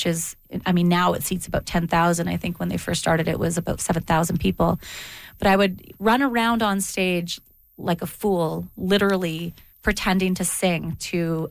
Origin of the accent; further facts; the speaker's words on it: Dauphin, Manitoba, Canada; I grew up in Dauphin where we only had one radio station. It was 730 CKDM.